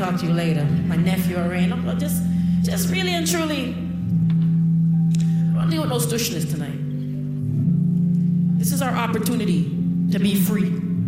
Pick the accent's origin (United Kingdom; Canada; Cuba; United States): Canada; Toronto, Ontario; And I'm from Jane and Finch.